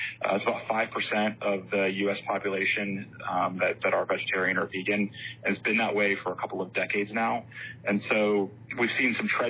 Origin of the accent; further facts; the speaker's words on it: the South, United States; I'm from the South, and so I've always loved a good chili dog.